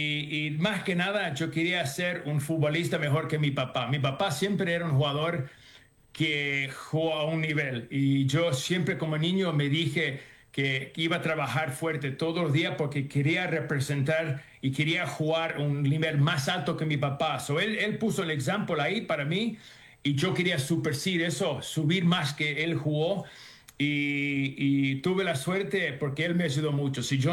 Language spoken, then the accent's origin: Spanish; Argentina; Oye, espera, sí, una más. Soy argentino.